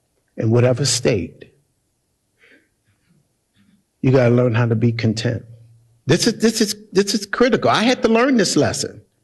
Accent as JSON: {"language": "English", "town": "Gary", "region": "Indiana", "country": "United States", "also_born_or_lived": "California", "said": "You got to understand, I came from the hood. I came from Gary, Indiana. I came from the hood and we ain't seen nothing like that."}